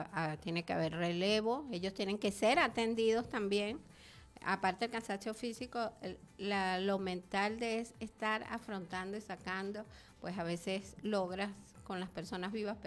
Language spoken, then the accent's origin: Spanish; Venezuela; como somos los venezolanos